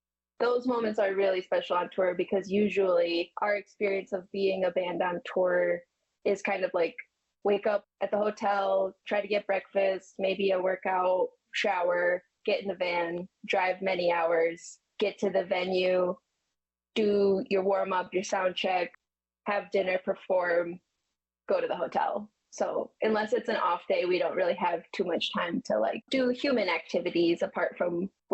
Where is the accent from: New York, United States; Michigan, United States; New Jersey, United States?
Michigan, United States; you know, we're from Michigan, so dolphin sightings are, you gotta pay for those.